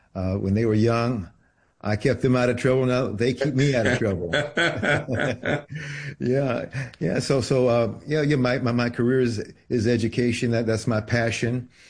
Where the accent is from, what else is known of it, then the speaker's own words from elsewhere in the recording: Detroit, Michigan, United States; moved away as an adult; also born or lived in Virginia / Southern California; now in Bay Area, California, United States; I was born in Virginia, grew up in Detroit, Michigan, working class community.